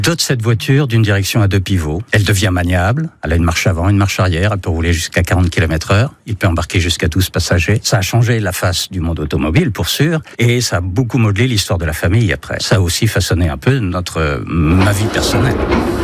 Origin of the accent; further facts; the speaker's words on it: Pays de la Loire, France; born there; J'ai 70 ans, je suis né dans la Sarthe.